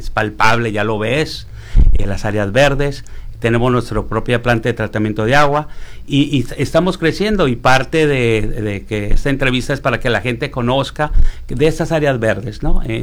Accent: Tijuana, Baja California, Mexico; Yo, siendo tijuanense de 3 generaciones y comprometido con la ciudad

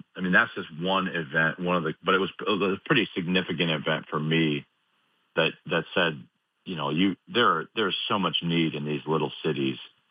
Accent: Chicago, Illinois, United States; born or raised there; also born or lived in Raleigh; now in York, United States

